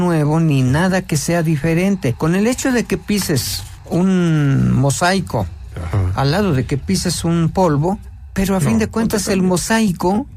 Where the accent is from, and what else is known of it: Mexico